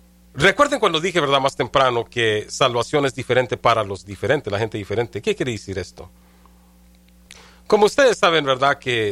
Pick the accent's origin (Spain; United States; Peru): United States; California; El ministerio, ¿verdad?, originó de donde yo soy, ¿verdad?, en California.